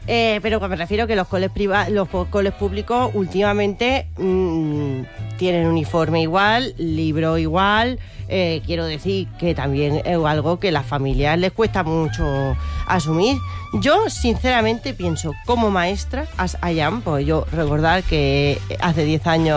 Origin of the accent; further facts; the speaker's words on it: Region of Murcia, Spain; mi tierra, que sí, ¿verdad?